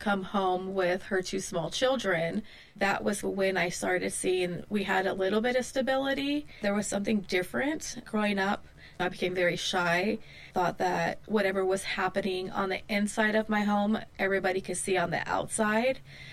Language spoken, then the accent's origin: English; Hayward, California, United States; I grew up in the Bay Area. I'm from Hayward. I think I've lived in every inch of Hayward that you could think of.